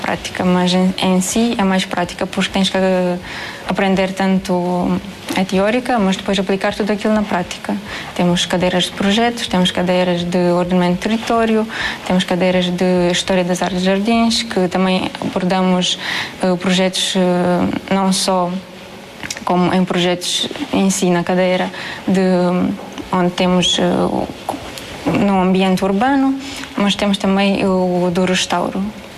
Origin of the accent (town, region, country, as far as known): Moldova; now in Portugal